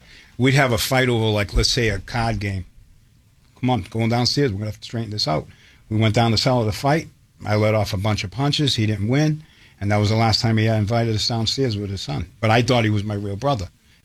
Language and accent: English; Revere, Massachusetts, United States; also born or lived in Boston / East Boston / North End; I was born in Boston, grew up in Revere. Lived in East Boston and lived in the North End. I had the benefits of three cities.